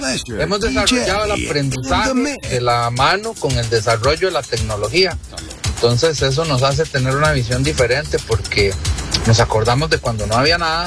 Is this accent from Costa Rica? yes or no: yes; San José, Costa Rica; born there; also born or lived in Valle de la Estrella, Limón, Costa Rica; Yo la mitad de mi adolescencia la viví acá en San José, con todas las comodidades que habían acá en San José, y la segunda mitad me tocó vivirla en el Valle de la Estrella, con todas las dificultades que implica vivir en un lugar rural, en un lugar alejado